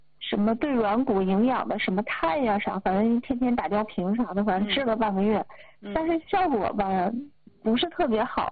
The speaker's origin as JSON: {"language": "Chinese", "town": "Changchun", "region": "Jilin", "country": "China", "said": "我是长春的。"}